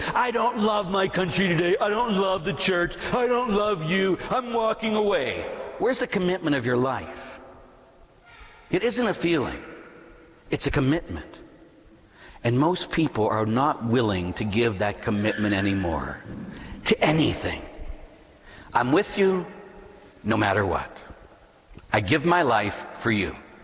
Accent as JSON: {"language": "English", "town": "Pittsburgh", "region": "Pennsylvania", "country": "United States", "tie": "born or raised there"}